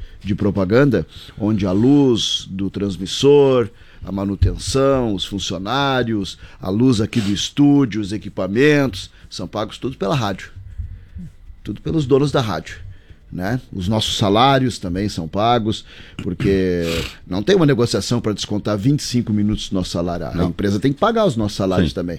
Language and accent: Portuguese; Rio Grande do Sul, Brazil; now in Chapecó, Brazil; Eu não fui criado aqui em Chapecó, fui criado lá na, né, minha parte de infância, adolescência, na Grande Porto Alegre.